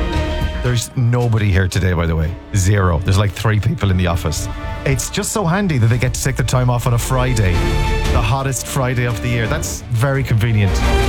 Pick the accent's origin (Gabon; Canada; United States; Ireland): Ireland; Connacht; You see, I'm from Mayo and JP's from Louth, and we haven't done anything on this.